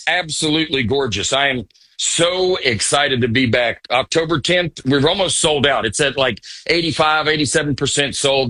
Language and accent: English; Appalachia, United States; now in Nashville, United States; I was raised more in the Appalachia area